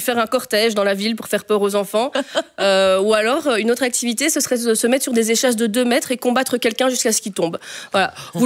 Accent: Namur, Wallonia, Belgium; En tant que namuroise, moi, j'essaye tant bien que mal de défendre ma province

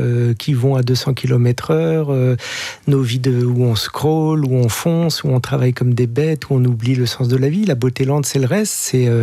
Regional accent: Paris, Île-de-France, France; Moi, je suis parisien

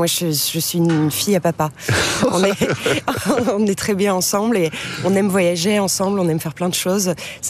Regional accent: Wallonia, Belgium; born there; Proche de mes origines, pas très loin, de l'autre côté de la frontière. Chez nous, en Belgique, il y a Gouvy, qui sont les terres d'origine de mon papa.

